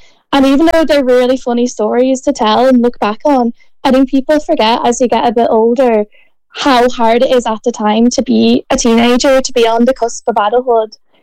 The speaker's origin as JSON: {"language": "English", "town": "Newbridge", "region": "Kildare", "country": "Ireland", "tie": "born or raised there", "moved": "as an adult", "lives_now": "United Kingdom", "said": "growing up in Newbridge and growing up in, like, the school I went to as well."}